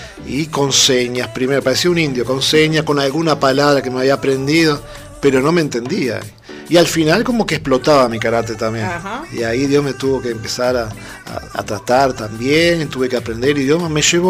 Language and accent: Spanish; Uruguay; moved away; ¿Por qué dicen que los uruguayos somos bravos?